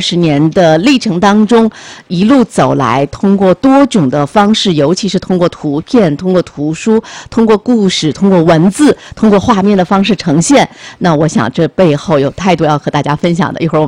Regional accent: Tianjin, China; 身为天津人

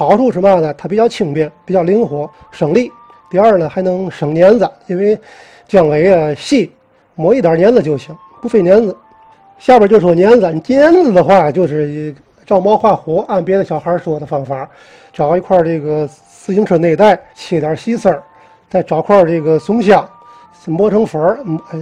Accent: Tianjin, China; 这个我从小住在西直大街，我们家离这个南开公园非常近

